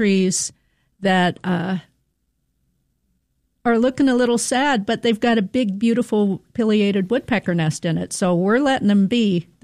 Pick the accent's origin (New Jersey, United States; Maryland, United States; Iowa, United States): Maryland, United States; I grew up in Maryland. A lot of my listeners know this.